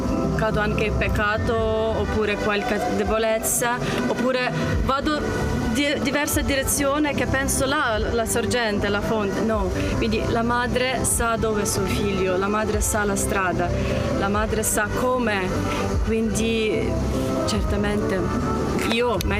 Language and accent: Italian; Ukraine; Italian is a second language; moved away as an adult; now in Italy; E vengo da Ucraina, certamente